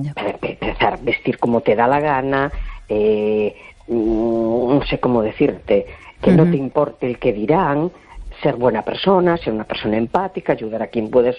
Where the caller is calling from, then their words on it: A Coruña, Galicia, Spain; de La Coruña.